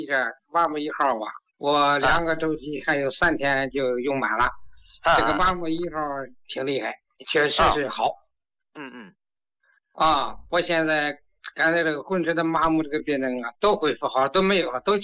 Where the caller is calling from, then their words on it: Tianjin, China; 张老师，我是天津的听众，今年73了，高血压有21年了